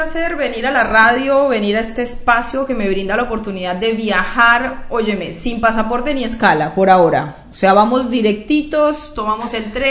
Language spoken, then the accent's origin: Spanish; Colombia; now in Argentina; yo como colombiana